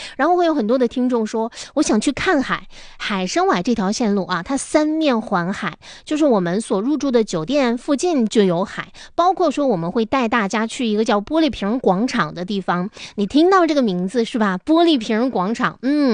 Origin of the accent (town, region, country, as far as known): Northeast China, China; now in Harbin, China